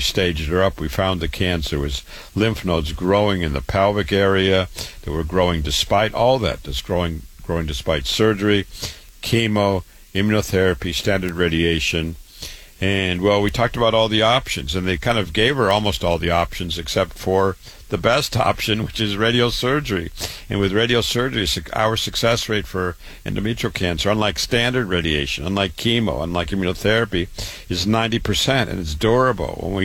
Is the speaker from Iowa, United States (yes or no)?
yes; Waterloo, Iowa, United States; I just want to introduce myself. I was born and raised in Waterloo, Iowa.